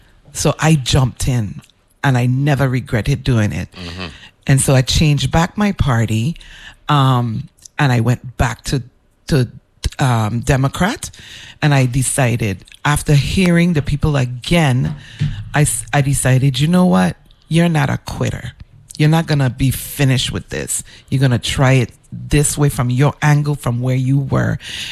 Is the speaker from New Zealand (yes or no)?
no; St. Croix, U.S. Virgin Islands; I was born on St. Croix to two Antiguan parents that came here to look for a better life. And I was born, raised here.